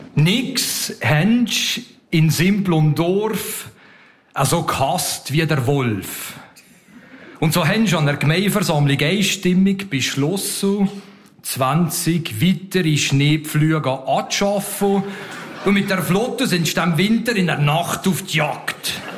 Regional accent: Leuk, Valais, Switzerland; born or raised there; also born or lived in America; now in Bern, Switzerland

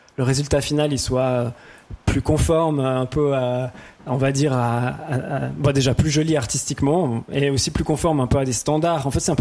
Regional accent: Fribourg, Switzerland; Moi, comme je viens de Fribourg, j'ai la chance de collaborer avec une sorte de fonds de soutien pour des jeunes artistes

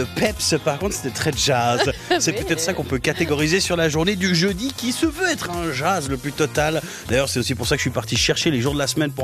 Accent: Neuchâtel, Switzerland; Je suis de Neuchâtel

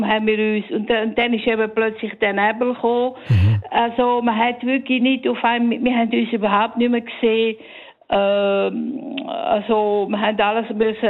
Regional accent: Graubünden, Switzerland; Ich bin im Engadin aufgewachsen, gross geworden

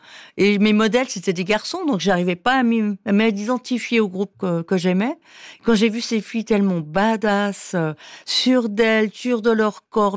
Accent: Saint-Maurice, Valais, Switzerland; Quand j'étais petite, à Saint-Maurice, je savais que je voulais vivre dans une grande ville. Pour moi, Lausanne, c'était déjà la grande ville.

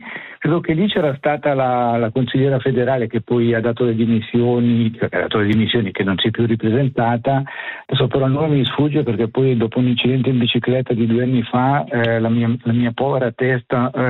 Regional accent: Switzerland; io sono nato e cresciuto in Svizzera

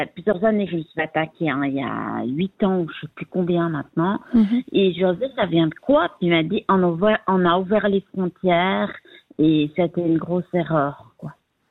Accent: Geneva, Switzerland; Alors, moi, je suis genevoise, donc je suis revenue dans mes terres, mais je trouve qu'il y a quand même pas mal de violence à Genève.

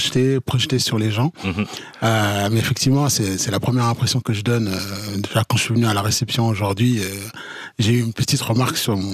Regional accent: Switzerland; mes parents sont arrivés en Suisse début des années 80 et moi je suis né en Suisse. Et donc j'ai fait tout mon cursus scolaire, professionnel en Suisse.

